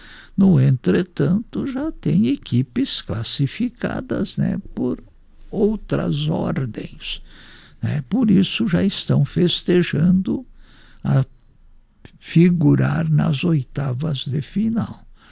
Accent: Brazil

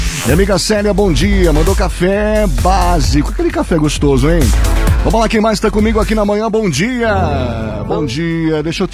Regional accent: Brazil; somos brasileiros

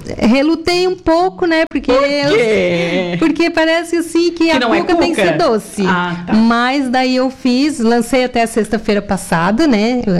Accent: Nova Veneza, Brazil; Eu sou natural de Nova Veneza, então nasci na roça.

